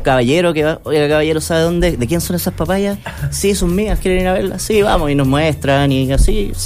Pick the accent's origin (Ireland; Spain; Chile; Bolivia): Chile; Curicó, Maule; now in Santiago, Chile; Sí, soy de Curicó.